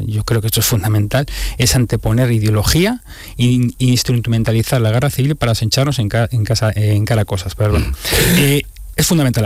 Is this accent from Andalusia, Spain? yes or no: yes; Andalusia, Spain; Yo soy escritor andaluz.